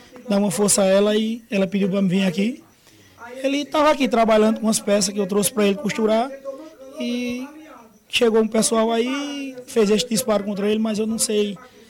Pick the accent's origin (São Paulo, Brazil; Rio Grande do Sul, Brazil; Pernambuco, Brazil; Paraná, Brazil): Pernambuco, Brazil; Toritama; É, eu sou daqui de Toritama, eu sou tio dele, mas ele residia aqui em Cachoeira. Eu sou de Toritama